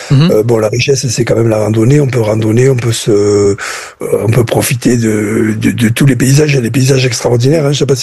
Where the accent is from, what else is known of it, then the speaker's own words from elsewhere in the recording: Canet-en-Roussillon, Occitanie, France; Je suis de Canet, à l'origine.